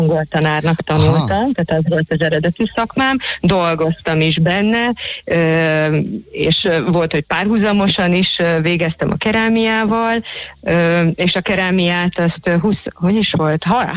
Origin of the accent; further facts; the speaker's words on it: Szentendre, Pest, Hungary; én már abban a szerencsében részesültem, hogy itt születtem. A szüleim ide költöztek vidékről, és én ide születtem a belvárosba egészen pontosan